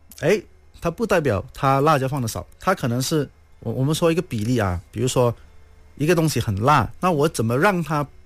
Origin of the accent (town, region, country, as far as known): Malaysia